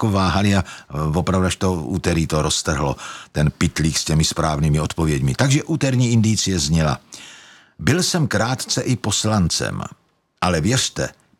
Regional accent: Staré Město, Zlín Region, Czechia; Přitom jsem ze Starého Města

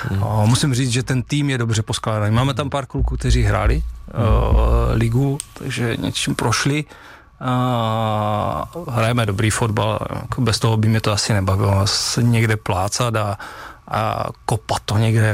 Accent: Opava, Moravian-Silesian Region, Czechia; jsem z Opavy, jako narodil jsem se tam

